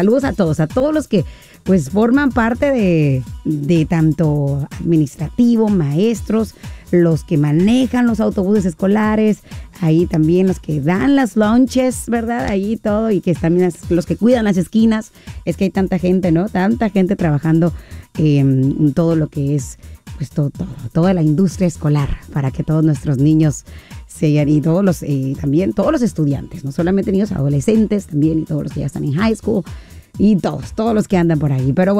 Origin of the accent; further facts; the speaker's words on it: Mazatlán, Sinaloa, Mexico; now in Chicago, United States; Pero disfruté mi tierrita, mi terruño, mi charco de Mazatlán por allá.